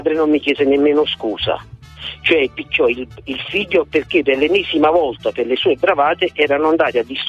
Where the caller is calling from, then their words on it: Naples, Campania, Italy; come diciamo a Napoli